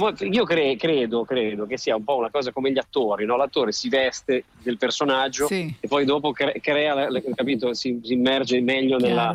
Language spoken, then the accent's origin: Italian; Pesaro, Marche, Italy; moved away as an adult; now in Milan, Italy; Milano è la città che mi ha adottato, io sono di Pesaro nelle Marche, ma mi sono trasferito quasi 20 anni fa ormai a Milano